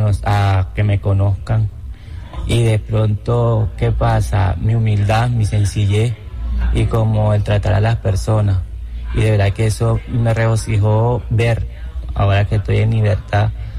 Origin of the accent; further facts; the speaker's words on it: Uribia, La Guajira, Colombia